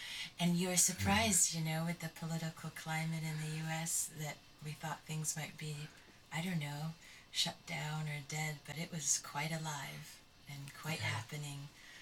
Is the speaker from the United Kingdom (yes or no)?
yes; United Kingdom; But I'm also British, so a lot of my family was there, so we visited lots of family as well, so.